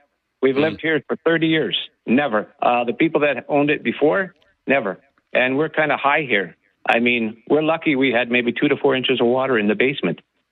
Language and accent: English; Emerson, Manitoba, Canada; moved away; I grew up in Emerson, so we all know about the flooding there.